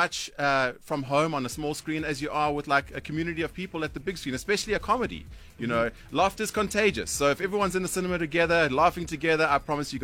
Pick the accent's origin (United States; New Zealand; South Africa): South Africa; Johannesburg, Gauteng; I'm just from Joburg. I love Joburg. I filmed all over Joburg.